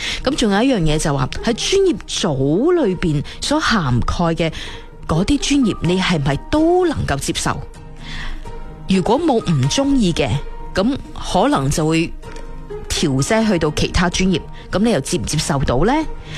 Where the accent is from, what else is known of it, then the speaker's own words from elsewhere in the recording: Guangdong, China; 特别对于我哋广东人嚟讲